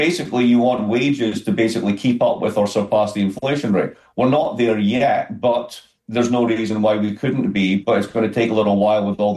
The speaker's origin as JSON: {"language": "English", "region": "Scotland", "country": "United Kingdom", "moved": "yes", "lives_now": "Massachusetts, United States", "said": "You can probably hear my accent. I'm from Scotland."}